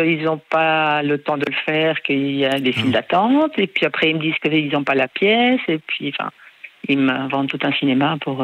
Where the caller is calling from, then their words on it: Jette, Brussels-Capital Region, Belgium; J'habite à Jette, oui.